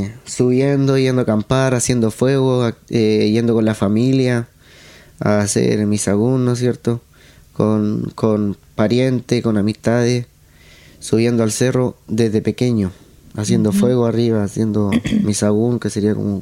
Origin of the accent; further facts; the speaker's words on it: Penco, Biobío, Chile; also born or lived in Chiguayante; Yo soy de aquí de Penco. Nací en Chiguayante, pero inmediatamente me vine para acá.